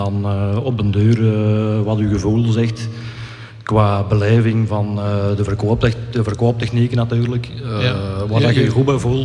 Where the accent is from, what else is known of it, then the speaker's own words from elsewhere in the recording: Tongerlo, Flanders, Belgium; Natuurlijk, we zijn zelf van Tongerlo, dus we kennen al veel plaatsen.